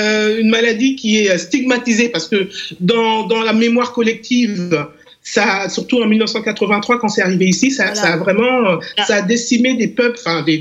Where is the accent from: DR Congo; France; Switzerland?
DR Congo; ici chez nous en RDC